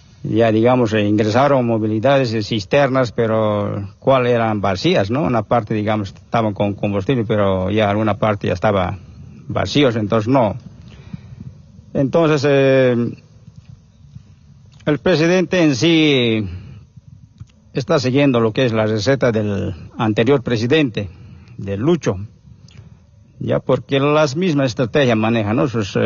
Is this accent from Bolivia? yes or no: yes; Bolivia; nosotros como verdaderos bolivianos tenemos que defender nuestra patria también